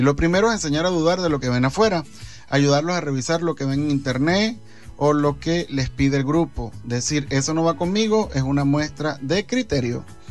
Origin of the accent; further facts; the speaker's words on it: Eastern Venezuela, Venezuela; moved away; Te mando un grandísimo saludo desde aquí, desde Occidente hasta allá, hasta Oriente, mi tierra.